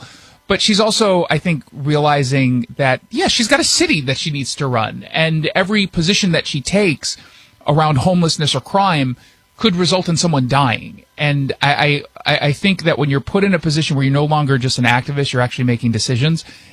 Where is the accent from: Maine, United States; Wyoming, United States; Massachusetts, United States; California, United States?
California, United States; Los Angeles; also born or lived in New York; So I've been here 17 years or so. So I was born in New York, but I grew up in Los Angeles.